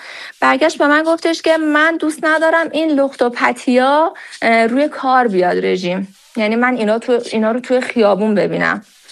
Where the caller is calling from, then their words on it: Tehran, Tehran Province, Iran; از تهران تماس میگیرم.